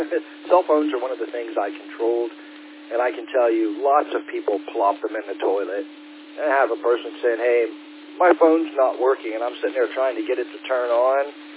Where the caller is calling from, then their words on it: Lima, Ohio, United States; in Lima, Ohio.